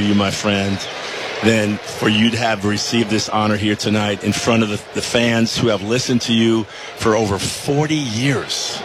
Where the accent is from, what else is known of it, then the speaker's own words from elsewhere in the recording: New York, United States; I grew up in New York.